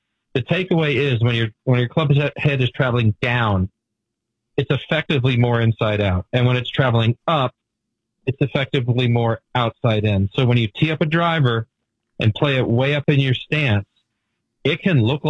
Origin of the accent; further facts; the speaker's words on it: Baltimore, Maryland, United States; born there; I was born in Baltimore. That makes me a Baltimorean.